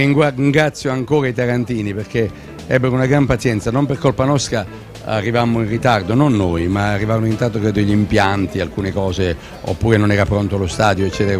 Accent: Apulia, Italy; io come pugliese

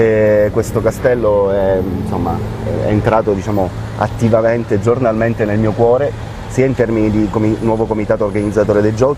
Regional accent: Palermo, Sicily, Italy

